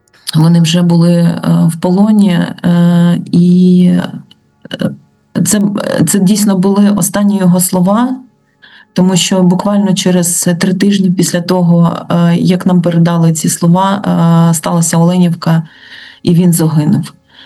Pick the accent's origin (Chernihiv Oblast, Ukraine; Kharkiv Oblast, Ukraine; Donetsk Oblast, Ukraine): Kharkiv Oblast, Ukraine; Kharkiv; now in Kyiv, Ukraine; я харків'янка